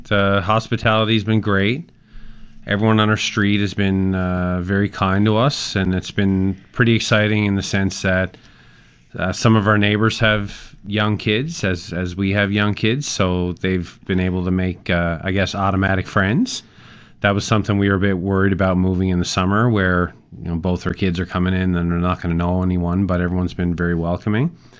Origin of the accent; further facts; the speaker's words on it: Newfoundland and Labrador, Canada; also born or lived in Saint John, New Brunswick; now in Saskatchewan, Canada; Like, I'm originally from Newfoundland, so a lot of us from Newfoundland are kind of seafood snobs